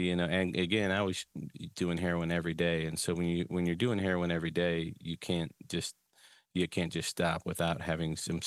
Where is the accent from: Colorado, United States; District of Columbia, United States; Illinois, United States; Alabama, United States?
Illinois, United States; I grew up in the Chicago suburbs